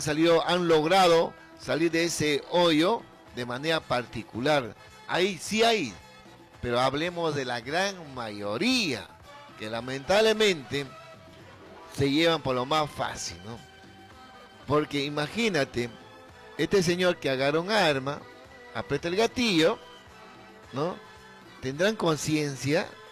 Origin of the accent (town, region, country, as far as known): Peru